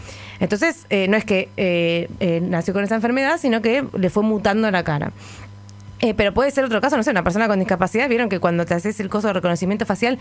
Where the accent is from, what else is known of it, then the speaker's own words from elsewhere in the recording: Argentina; como cualquier argentino o argentina de bien